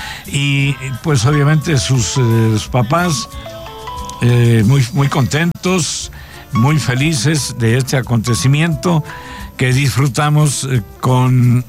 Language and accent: Spanish; Naolinco de Victoria, Veracruz, Mexico; moved away; de allá, de mi tierra, de Naolinco, de Victoria, Veracruz.